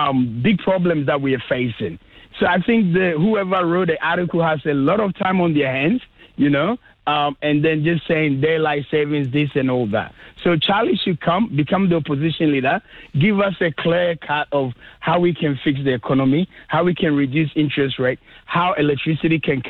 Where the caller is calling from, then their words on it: Australia; I'm Aussie, pure Aussie, but my background's from Ghana